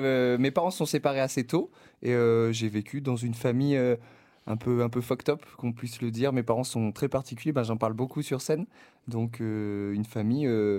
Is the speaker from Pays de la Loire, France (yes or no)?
no; La Seyne-sur-Mer, Provence-Alpes-Côte d'Azur, France; also born or lived in Sanary / Toulon; now in Paris, France; Je suis originaire du sud-est, du Var. Alors pour préciser, je suis né à La Seyne-sur-Mer, mais j'ai grandi entre Sanary, La Seyne et Toulon, voilà.